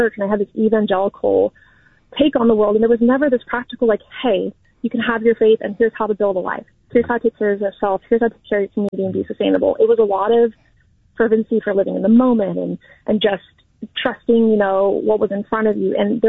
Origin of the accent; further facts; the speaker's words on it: Martinez, California, United States; Like I grew up in Martinez. I see the quote unquote kind of suburban normal life. Like we were working class family kind